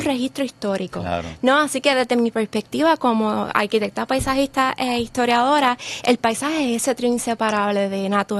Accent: Bayamón, Puerto Rico; soy de Bayamón.

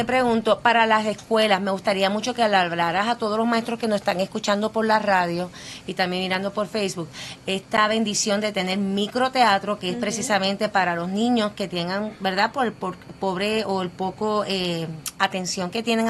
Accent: San Juan, Puerto Rico; also born or lived in Guayama; No, yo nací en Guayama, me crié en Santurce

